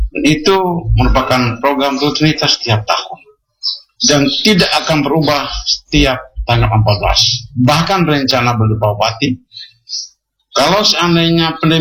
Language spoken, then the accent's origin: Indonesian; East Nusa Tenggara, Indonesia; kebiasaan ini kita orang Endelio pada khususnya, bahwa ritual itu merupakan acara yang sangat sangat sakral